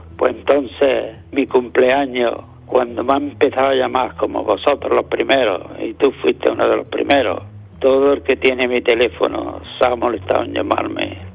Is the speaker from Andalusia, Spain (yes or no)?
yes; Otívar, Andalusia, Spain; born there; Nací en Otiva, un pueblecillo cerca de aquí de Almuñécar, llamado La Serranía del Sol.